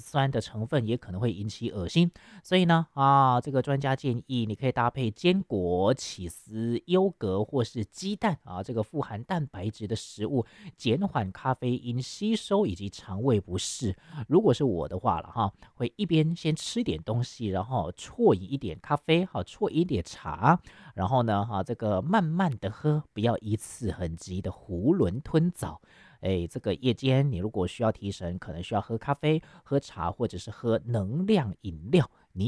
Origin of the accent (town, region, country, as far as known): Taiwan